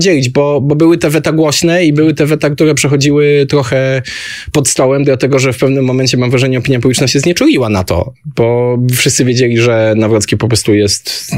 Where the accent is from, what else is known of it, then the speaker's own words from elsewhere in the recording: Wrocław, Lower Silesian Voivodeship, Poland; pochodzę z Wrocławia i Odrę lubię i z Odrą mam dobre wspomnienia